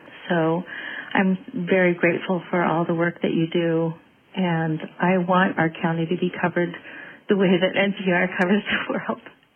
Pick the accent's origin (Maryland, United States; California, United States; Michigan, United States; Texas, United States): California, United States; Santa Cruz; Hi, my hometown is Santa Cruz